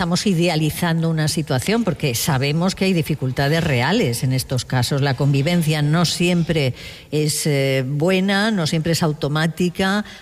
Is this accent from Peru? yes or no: no; Cervera, Catalonia, Spain; also born or lived in Lleida; contemplar Cervera desde el recuerdo. Cuando yo era pequeña, la realidad social de esta ciudad, que para mí es mi pueblo, aunque sea ciudad, era completamente diferente.